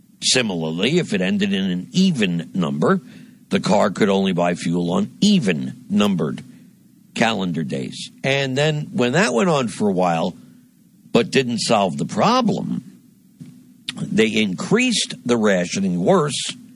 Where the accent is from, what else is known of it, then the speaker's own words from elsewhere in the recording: New Jersey, United States; In my home state of New Jersey